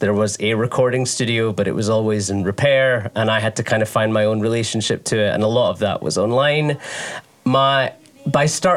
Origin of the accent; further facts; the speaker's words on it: United Kingdom; also born or lived in Tamil Nadu, India; I was born there, but as you can tell from my voice, I grew up in the UK. And yeah, it's been a long journey of finding out my relationship to being South Indian, my relationship to being Tamil, because I grew up in a very white working class town